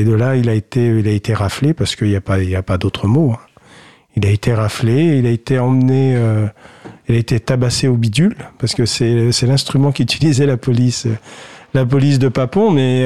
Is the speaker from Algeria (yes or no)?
yes; Algeria; now in France; Moi, je suis né en Algérie. Je n'aime pas ce mot issu de l'immigration. Pour moi, j'ai une origine, j'ai une culture, j'ai une langue.